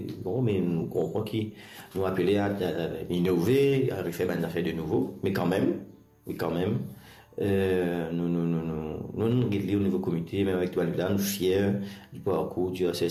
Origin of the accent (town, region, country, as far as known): Rodrigues, Mauritius